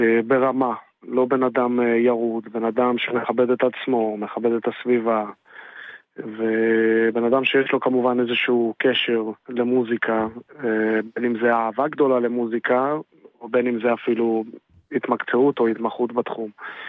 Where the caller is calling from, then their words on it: Bat Yam, Tel Aviv District, Israel; אני בן 26, אני מבת ים, אני מוזיקאי, בוגר תואר ראשון ותעודת הוראה במוזיקה ובניצוח.